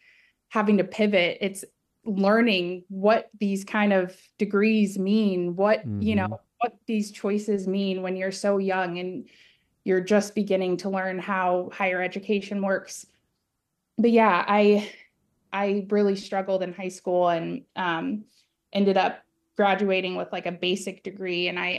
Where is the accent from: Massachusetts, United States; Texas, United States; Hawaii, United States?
Texas, United States; grandparents, though, my grandfather was in the Navy, and so they ended up moving their family to Texas. So I'm actually originally from Texas.